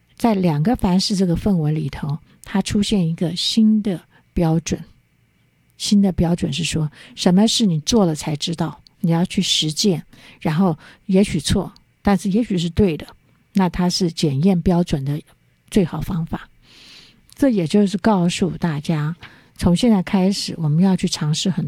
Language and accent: Chinese; Sichuan, China; 因为我是四川人